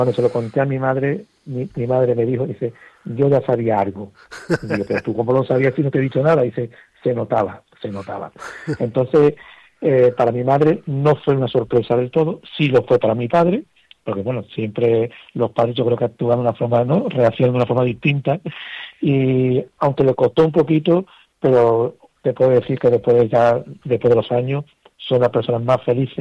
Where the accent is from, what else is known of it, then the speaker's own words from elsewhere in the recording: Arcos de la Frontera, Andalusia, Spain; en mi pueblo, en Arcos de la Frontera, de la provincia de Cádiz